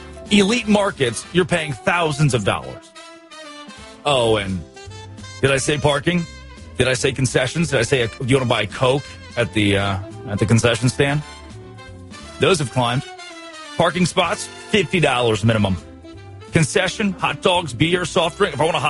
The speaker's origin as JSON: {"language": "English", "region": "Arkansas", "country": "United States", "tie": "born or raised there", "said": "I grew up in Arkansas. Valonia, population 3,500."}